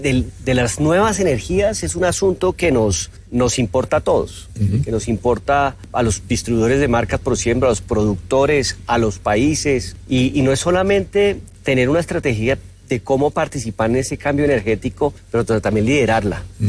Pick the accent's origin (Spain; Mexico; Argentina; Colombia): Colombia; me siento orgulloso como colombiano de contarlo.